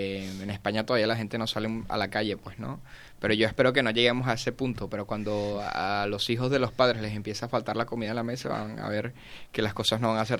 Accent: Venezuela; now in Spain; todo lo que yo estoy viviendo ahora en España, yo lo viví cuando era un niño en Venezuela

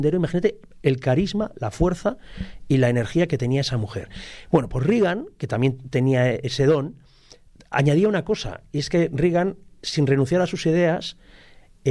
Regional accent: Tarragona, Catalonia, Spain; born there; also born or lived in Huesca; yo nací en Tarragona, pero tuvimos 7 años de mi infancia, estuvimos en Huesca

